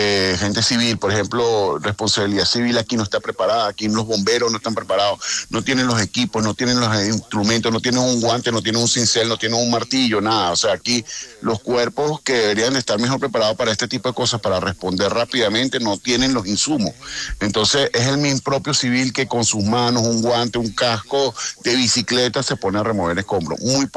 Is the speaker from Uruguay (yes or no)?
no; Caracas, Capital District, Venezuela; Yo me encuentro en Caracas, vivo en una zona que fue muy afectada por el terremoto. Vivo en Cebucán.